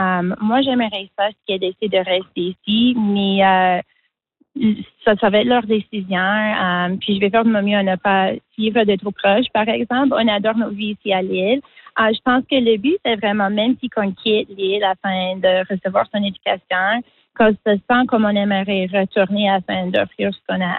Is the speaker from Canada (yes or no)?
yes; Newfoundland and Labrador, Canada; French is a second language; now in Prince Edward Island, Canada; J'étais élève d'immersion tardive à Terre-Neuve où que j'ai grandi.